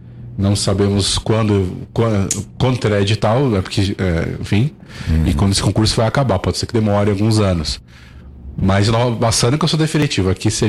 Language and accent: Portuguese; São Paulo, Brazil; now in Nova Bassano, Brazil; Sou da capital de São Paulo, sou capital.